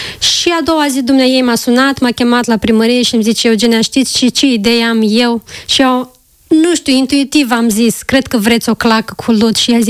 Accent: Coropceni, Moldova; eu am crescut la Coropceni

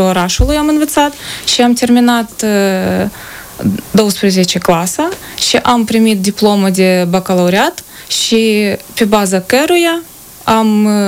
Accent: Ukraine; Dacă pe scurt, m-am născut în Ucraina, pe malul Mării Negre. Am terminat o școală, am învățat în limba ucraineană. Dar în țara mea n-am avut succes să fiu admisă la nicio universitate.

